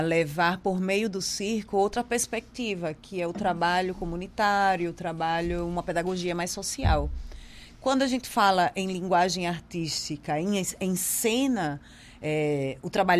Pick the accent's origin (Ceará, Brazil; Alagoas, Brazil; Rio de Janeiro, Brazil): Alagoas, Brazil; Eu sou alagoana.